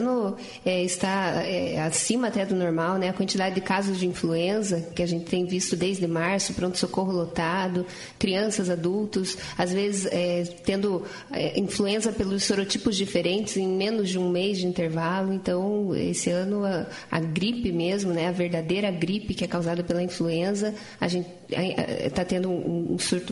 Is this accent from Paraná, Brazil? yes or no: yes; Castro, Paraná, Brazil; moved away as an adult; now in Curitiba, Brazil; Eu sou nascida aqui em Curitiba, mas eu morei a minha infância inteira em Castro, interior do Paraná.